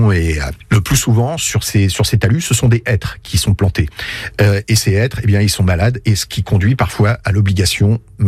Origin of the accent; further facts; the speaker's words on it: Normandy, France; Alors évidemment, on est normand, on va prendre un bouquin de Maupassant ou un bouquin de Flaubert.